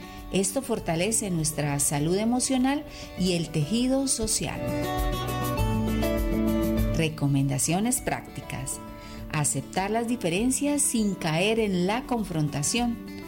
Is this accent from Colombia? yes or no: yes; Colombia